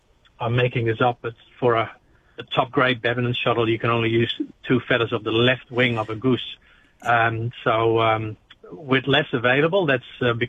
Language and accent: English; Netherlands; also born or lived in New Zealand; now in Australia; I grew up in the Netherlands myself